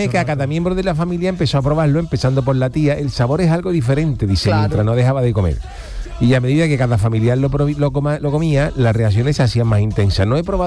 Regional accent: Spain; Soy español y no me gusta el melón con jamón.

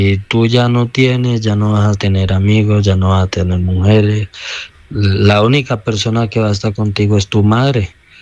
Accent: Colombia; yo soy colombiano, yo no soy de Bogotá. Entonces yo acá en Bogotá tampoco distingo a nadie

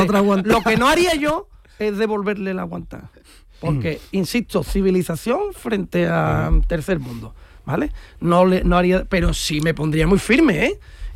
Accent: Spain; Yo como español no sé qué tengo que temer de Marruecos

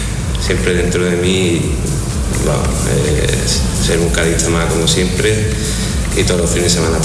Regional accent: Cádiz, Andalusia, Spain; en un barrio donde prácticamente también he jugado mucho y me he criado cerca de allí

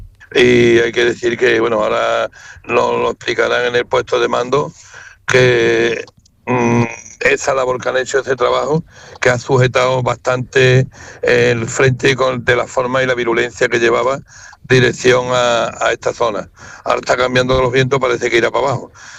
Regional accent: Aznalcóllar, Andalusia, Spain; para mi pueblo

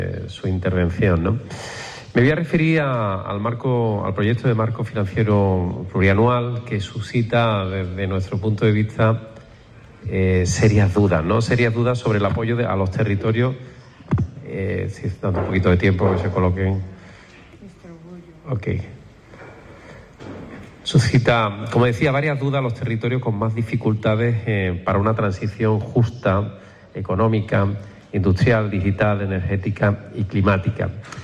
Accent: Andalusia, Spain; Pongo el ejemplo de mi tierra, ¿no? De Andalucía

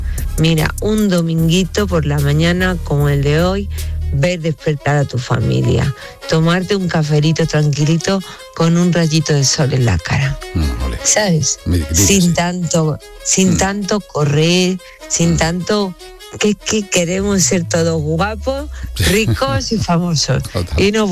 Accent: Spain; pues soy española.

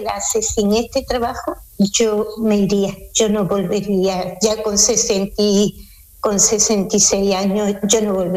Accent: Seville, Andalusia, Spain; now in Switzerland; Ah, pues yo soy de Sevilla, de la calle Federico Sánchez Bedoya, del Postigo.

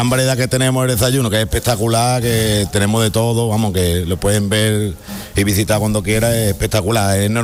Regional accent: Espera, Andalusia, Spain; now in Marbella, Spain; No, yo soy un pueblo de Cádiz, de Espera.

